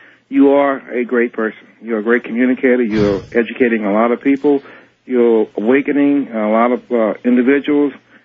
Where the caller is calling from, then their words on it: San Antonio, Texas, United States; Art, this is … in San Antonio with WOAI.